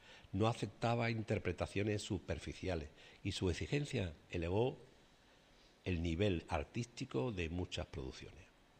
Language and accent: Spanish; Sanlúcar de Barrameda, Andalusia, Spain; la semana que viene la Virgen del Carmen en mi tierra, en Bajo de Guía.